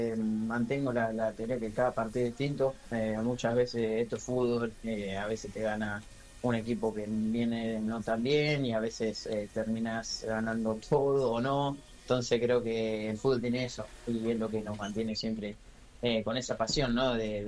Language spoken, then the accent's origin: Spanish; Argentina